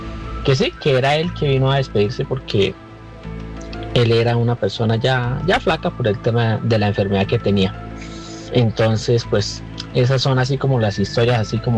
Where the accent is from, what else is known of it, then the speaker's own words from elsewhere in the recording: Santander, Colombia; Nosotros somos de Santander. Y pues crecimos en el campo, tenemos una finca y todos los domingos se madruga a la plaza a vender.